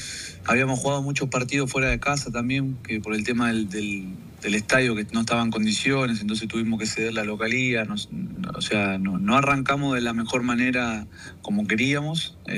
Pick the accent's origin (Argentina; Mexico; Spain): Argentina; moved away; nosotros como argentinos obviamente